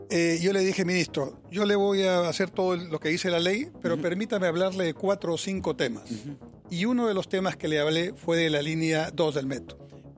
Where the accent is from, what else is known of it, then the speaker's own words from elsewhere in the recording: Peru; a mí como peruano y como exministro